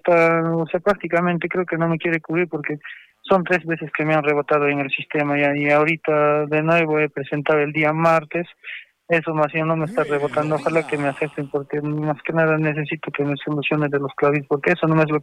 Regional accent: Cusco, Peru; Porque como nosotros somos de Cusco, me dice, ¿qué voy a hacer en Cusco solo?

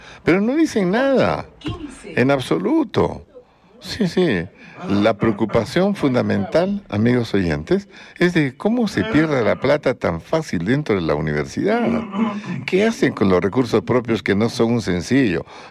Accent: Arequipa, Peru; como ciudadanos peruanos y arequipeños, tenemos derecho a exigirles transparencia, mayor claridad y que den la cara.

